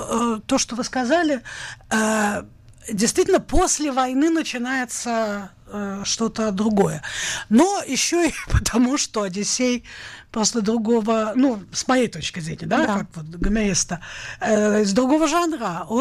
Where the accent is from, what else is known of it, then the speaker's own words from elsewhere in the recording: Saint Petersburg, Russia; я же из Питера, я еще хочу освобождение Ингрии.